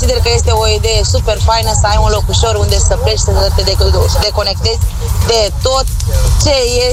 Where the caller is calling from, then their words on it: Tecuci, Galați County, Romania; de la Tecuci.